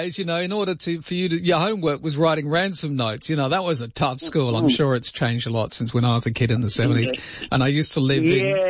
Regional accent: Inglewood, Western Australia, Australia; I went to this house that I grew up in Inglewood in 9th Avenue, top of the hill

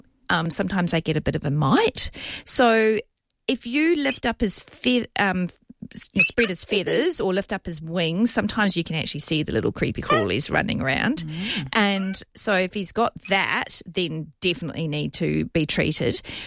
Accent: New Zealand; moved away; I grew up in New Zealand

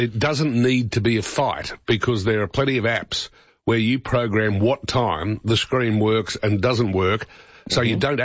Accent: Queensland, Australia; Don't take this badly, Professor, because I'm actually from Queensland.

